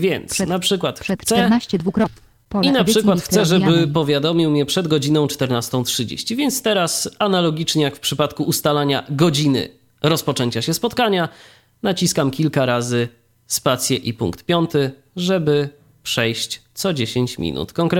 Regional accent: Iława, Warmian-Masurian Voivodeship, Poland; Czyli moje rodzinne miasto.

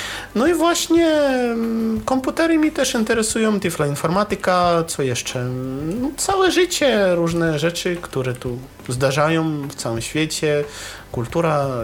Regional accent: Russia; Polish is a second language; Ja jestem Rosjaninem. Cały mój, po prostu cała moja rodzina to Rosjanie.

